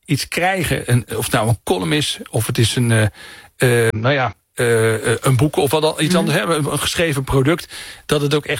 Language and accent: Dutch; Muntendam, Groningen, Netherlands; Want ik kom uit Oost-Groningen.